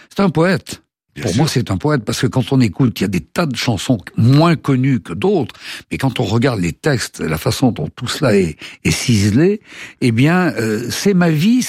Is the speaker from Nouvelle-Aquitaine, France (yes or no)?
yes; Bordeaux, Nouvelle-Aquitaine, France; Ce quartier, c'était à refaire, c'était une enfance de quartier avec une bienveillance de tout le monde. C'était l'après-guerre, bien sûr.